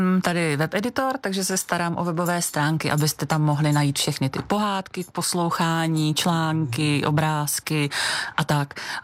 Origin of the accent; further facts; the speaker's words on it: Prague, Czechia; Já jsem byla Pražák. Já jsem opravdu jako kačka ze sídliště, z paneláku a bydleli jsme hned naproti škole, takže na Lehovci.